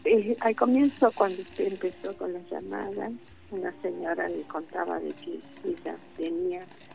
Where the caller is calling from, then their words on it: Frías, Santiago del Estero, Argentina; de Frías, Santiago del Estero.